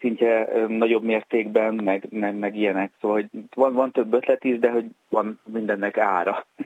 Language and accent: Hungarian; Fejér, Hungary; A Velencei tó partján nőttem fel